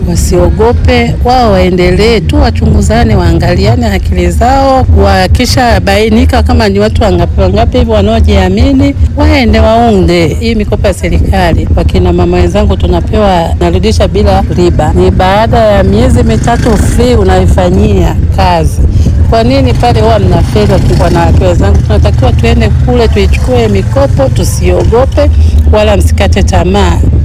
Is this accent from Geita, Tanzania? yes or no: yes; Nyang'hwale, Geita, Tanzania; mama mjasiriamali, natokea halmashauri ya Nyang'hwale.